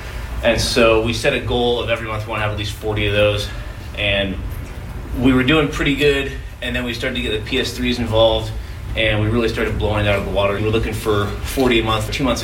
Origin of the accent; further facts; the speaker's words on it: Oregon, United States; So I grew up just outside of East Precinct, off 162nd and Foster, just in the Clackamas County. So I went to Centennial Schools.